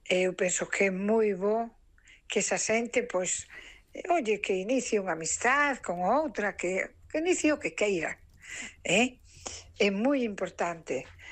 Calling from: Cangas, Galicia, Spain; de Cangas

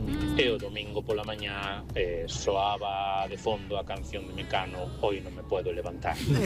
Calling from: A Coruña, Galicia, Spain; Hola, boa tarde … da Coruña.

